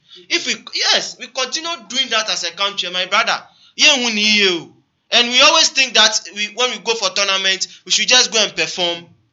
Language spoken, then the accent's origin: English; Ghana; as a Ghanaian, because we grew up watching coast football.